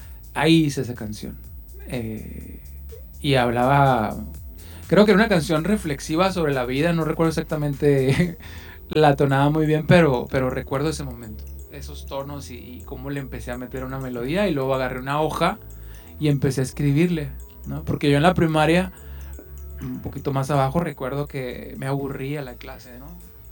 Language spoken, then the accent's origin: Spanish; Mexicali, Baja California, Mexico; now in Tijuana, Mexico; Vengo desde Mexicali y pues aquí andamos en Tijuana.